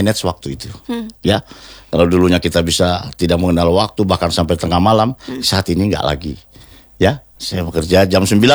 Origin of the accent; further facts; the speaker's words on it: Kendari, Southeast Sulawesi, Indonesia; Hanya Papa sempat tugas di Muna, gitu. Kita di Kendari semua.